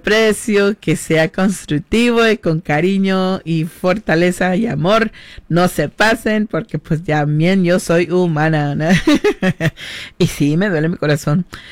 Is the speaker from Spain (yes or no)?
no; Guatemala; Y como soy guatemalteca, empezamos con esa.